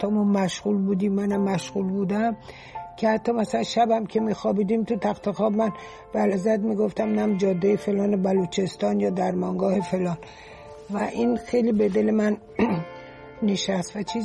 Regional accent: Iran; moved away as an adult; ما که از ایران آمدیم بیرون، خب اول قاهره رفتیم، بعد رفتیم به مراکش

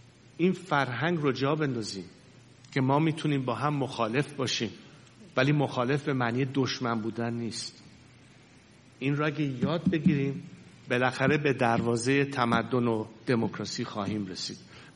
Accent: Iran; moved away; من به عنوان یک ایرانی

